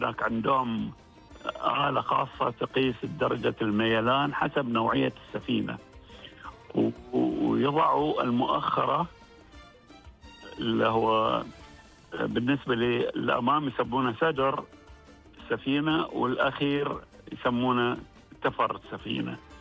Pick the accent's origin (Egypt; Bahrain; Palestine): Bahrain; عندنا في البحرين منطقة اسمها النعيم، وهي في السابق كانت تسمى قرية النعيم لكبر مساحتها